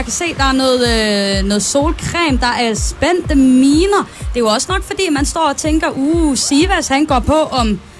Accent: Jutland, Denmark; now in Copenhagen area, Denmark; Som den jyde, jeg er.

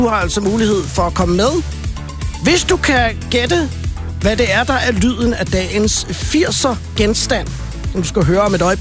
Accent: Virum, Capital Region of Denmark, Denmark; bodegaen Det Gamle Bageri på Virumvej, hvor jeg kommer fra.

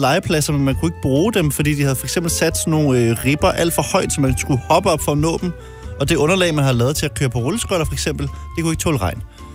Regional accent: Gladsaxe, Capital Region of Denmark, Denmark; der, hvor jeg er fra, Høje Gladsaxe.

